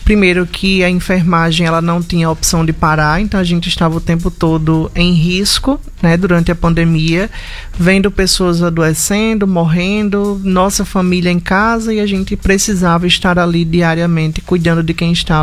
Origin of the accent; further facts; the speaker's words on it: Triunfo Potiguar, Rio Grande do Norte, Brazil; also born or lived in Mossoró; Eu sou de Triunfo Potiguar. Triunfo Potiguar é uma cidade aqui do interior de 3 mil habitantes. É uma cidade pequena e aí eu me mudo em 2014 para uma cidade de 300 mil habitantes, que é Mossoró